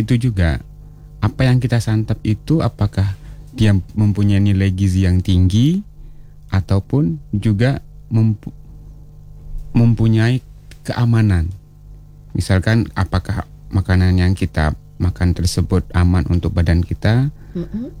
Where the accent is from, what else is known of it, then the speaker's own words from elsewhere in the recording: West Nusa Tenggara, Indonesia; Iya, saya dari Lombok, Nusa Tenggara Barat.